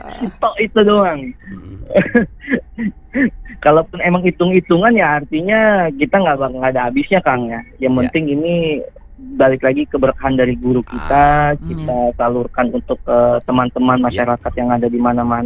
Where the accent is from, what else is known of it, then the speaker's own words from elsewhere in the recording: Tasikmalaya, West Java, Indonesia; saya sih orang Sunda juga, Tasik.